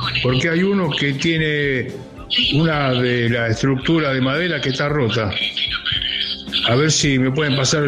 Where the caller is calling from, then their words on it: La Paternal, Buenos Aires, Argentina; de la Paternal.